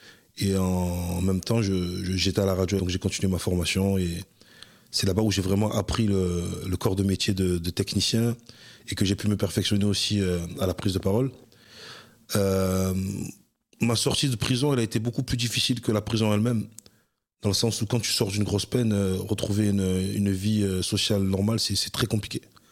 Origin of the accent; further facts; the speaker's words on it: Marseille, Provence-Alpes-Côte d'Azur, France; born there; je suis né à Marseille. J'ai 37 ans.